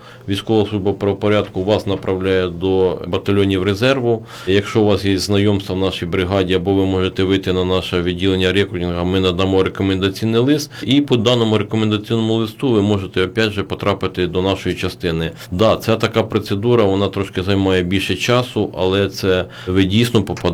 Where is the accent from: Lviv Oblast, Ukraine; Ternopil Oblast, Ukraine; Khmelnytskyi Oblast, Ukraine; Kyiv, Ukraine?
Khmelnytskyi Oblast, Ukraine; Teofipol district; moved away; я сам з Теофіпольщини